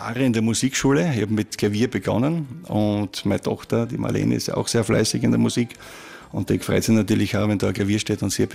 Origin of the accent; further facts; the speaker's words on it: Styria, Austria; moved away as an adult; now in Wasserhofen, Austria; mir hat es als Steirer schon vor 25 Jahren hierher geschlagen.